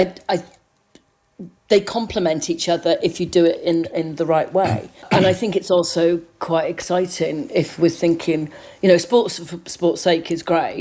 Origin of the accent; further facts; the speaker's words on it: Wales, United Kingdom; I'm Welsh